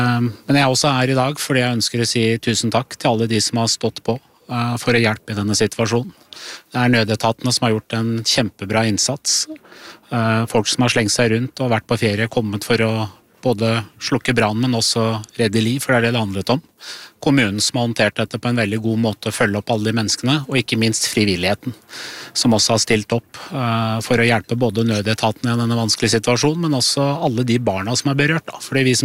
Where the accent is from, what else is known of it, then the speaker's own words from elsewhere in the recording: Buskerud, Norway; Så kommer jeg jo fra Drammensområdet selv